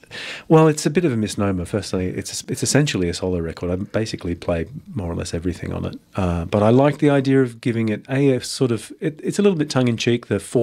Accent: Greenwich, London, United Kingdom; born or raised there

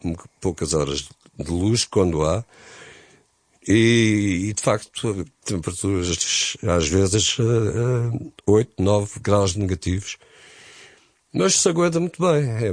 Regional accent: Lisbon, Portugal; born there; also born or lived in Denmark; nasci em Lisboa, pá, e estou muito contente com esse facto.

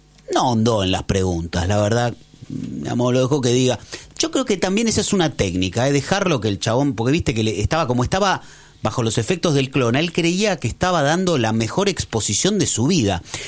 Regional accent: Argentina; yo no soy un argentino que ahorra en negro.

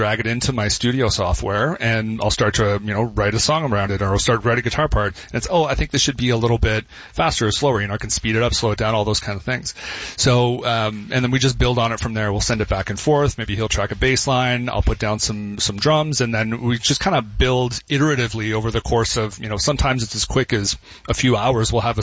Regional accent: Ottawa, Ontario, Canada; We're from Ottawa, I'm from Ottawa.

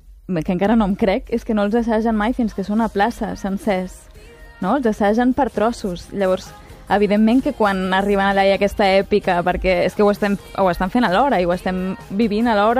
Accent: Barcelona, Catalonia, Spain; moved away as an adult; now in Tarragona, Spain; jo soc de Barcelona, a la base. Jo, el que passa que em vaig quedar amb un tarragoní i hem acabat vivint a Tarragona, però ja als 35 anys.

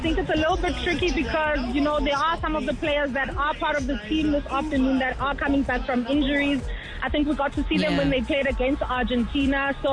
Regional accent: East Rand, Gauteng, South Africa; No, I'm from the East Rand. I'm from the East Rand

